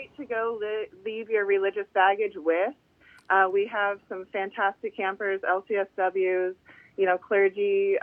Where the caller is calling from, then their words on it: Sacramento, California, United States; The Sacramento area.